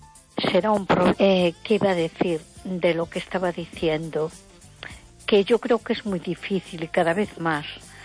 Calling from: A Coruña, Galicia, Spain; de Coruña.

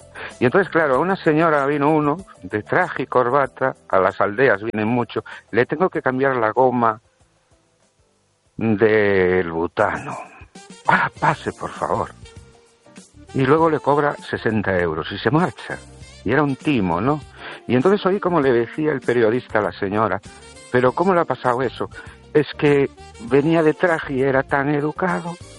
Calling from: Ourense, Galicia, Spain; de Orense.

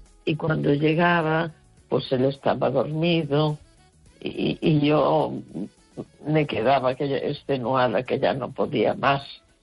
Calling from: A Coruña, Galicia, Spain; de La Coruña.

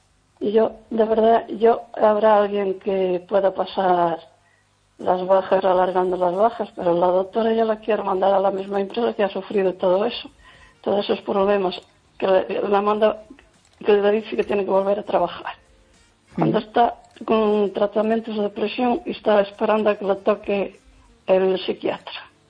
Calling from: Lugo, Galicia, Spain

